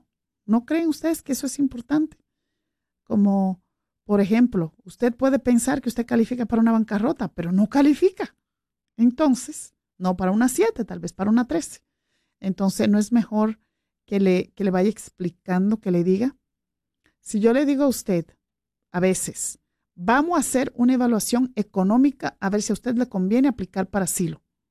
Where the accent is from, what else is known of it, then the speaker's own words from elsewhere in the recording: New York, United States; yo soy muy, muy neoyorquina, en el sentido de que, acuérdese que yo me crié en Nueva York